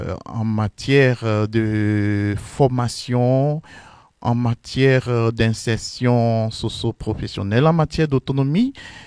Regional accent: Songon, Abidjan, Côte d’Ivoire; Je voudrais préciser que je suis originaire de Songon Kassamblé, donc ce qui veut dire que je suis de la paroisse Saint-Luc des Cités, Saint-Luc de Songon Kassamblé et les Cités.

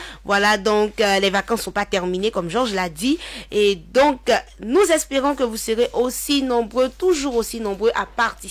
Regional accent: Côte d’Ivoire; Chez nous, en Côte d'Ivoire

